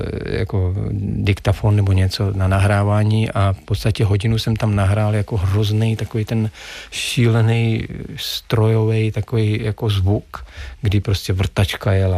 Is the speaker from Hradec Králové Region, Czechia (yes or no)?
yes; Broumov, Hradec Králové Region, Czechia; born there; moved away; já jsem se narodil v Broumově a že jsou to teda Sudety, jako ten kraj je, kdo tam byl, je extrémně strašně nádherný, jako krajina, skály, neuvěřitelně jako krásný, v zimě, v létě.